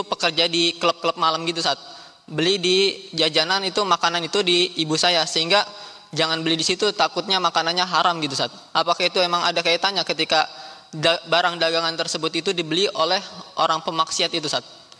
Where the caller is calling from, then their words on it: Bekasi, West Java, Indonesia; Bismillah, saya dari Sukma Wijaya Kusuma dari Bekasi